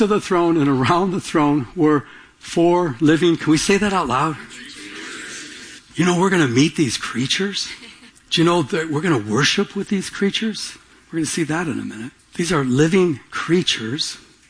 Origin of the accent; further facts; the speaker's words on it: Michigan, United States; When I grew up in Michigan, we used to have this big long porch with an aluminum awning.